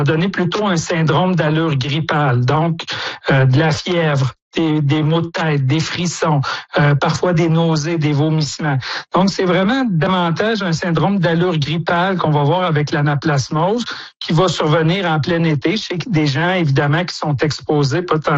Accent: Quebec, Canada; On a vu, en fait, chez nous en Estrie, des patients admis aux soins intensifs en raison de l'anaplasmose.

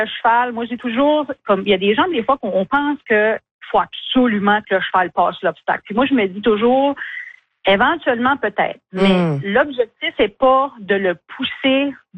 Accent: Edmundston, New Brunswick, Canada; born or raised there; also born or lived in Moncton

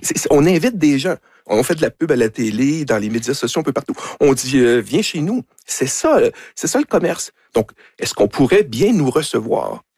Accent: Quebec, Canada; Quel accent? On perçoit un accent français. On est des Canadiens. Ah, blablabla, bla, bla, québécois, etc.

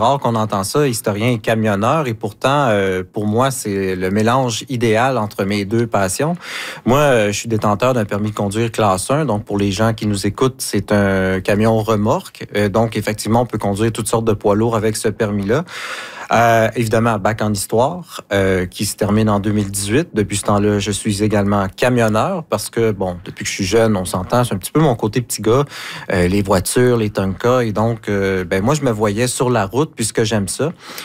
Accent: Laval, Quebec, Canada; je suis de Laval, donc du Grand Montréal.

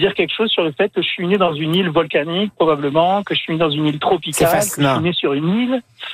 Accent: Toulouse, Occitanie, France; Moi, je viens de Toulouse, le vrai pays de cocagne. Donc, vous voyez, je suis né dans une ferme avec des chevaux.

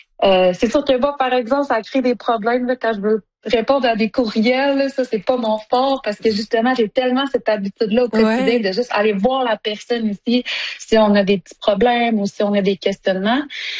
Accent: Sept-Îles, Quebec, Canada; born or raised there; moved away as an adult

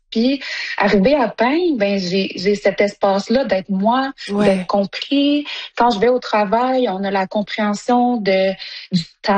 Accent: Sept-Îles, Quebec, Canada; moved away as an adult; now in Iqaluit, Canada; Ben moi j'ai grandi à Sept-Îles parce que j'étais avec mon père. Puis ma mère, elle vient de Iqaluit. Puis j'ai déménagé là quand j'avais 19 ans.

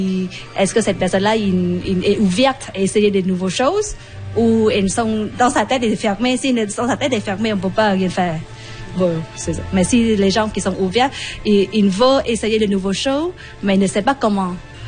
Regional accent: Vietnam; French is a second language; Je viens de Vietnam.

